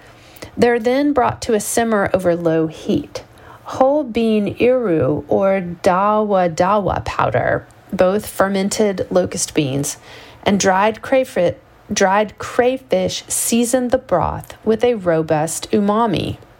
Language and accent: English; Lagos, Nigeria; Growing up in Lagos, I knew okra as just Ila, its name in Yoruba, which can also refer to any soup from southwest Nigeria, where okra is the star ingredient.